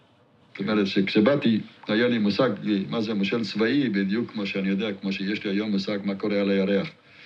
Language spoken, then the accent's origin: Hebrew; Tel Aviv, Tel Aviv District, Israel; כשהייתי ילד, הילדים שחיו בסמוך לסריף שלנו, בגבול יפה תל אביב, בשנת מכבי הישנה, היו ילדי בדואים, ופשוט לא היה עם מי לדבר, חוץ מאשר עם ילדים ששפתם היחידה הייתה ערבית.